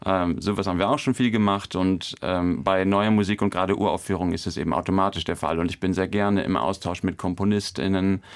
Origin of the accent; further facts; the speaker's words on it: Lower Saxony, Germany; now in Cologne, Germany; Ich bin eigentlich ein totales Landei. Ich komme aus dem Emsland und bin dann nach Köln gezogen